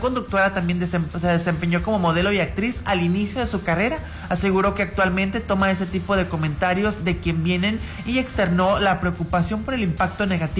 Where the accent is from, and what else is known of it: Mexico